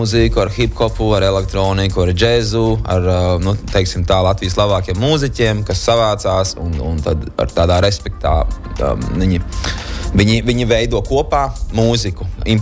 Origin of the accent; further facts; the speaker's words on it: Saldus Municipality, Latvia; now in Riga, Latvia; jā. Es esmu puisis no Saldus rajonā, kas dzīvo Rīgā un citās pilsētās pasaulē